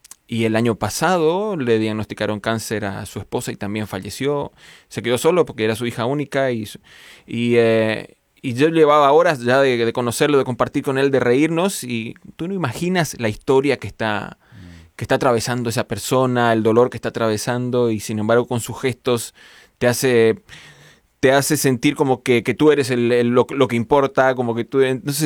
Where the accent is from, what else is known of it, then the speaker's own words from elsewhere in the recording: Argentina; confuso que traigo, que nunca nadie identifica que soy argentino.